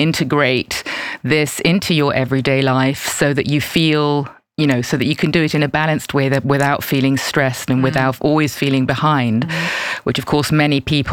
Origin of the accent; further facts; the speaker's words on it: Basel, Basel-Stadt, Switzerland; So originally I am from Basel, but I spent most of my life living as an expat.